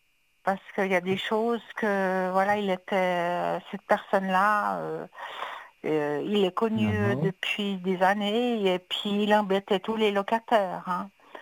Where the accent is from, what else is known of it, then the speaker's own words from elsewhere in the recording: Switzerland; Ben, chez nous, en Suisse, il fait froid.